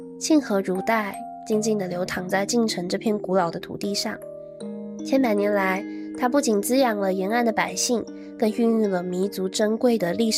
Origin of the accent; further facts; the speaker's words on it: Taiwan; 大家好，我是来自台湾的